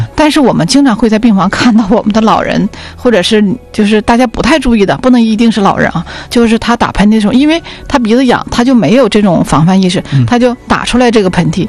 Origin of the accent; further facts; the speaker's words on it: China; 我们中国人有个习俗，就是满月酒啊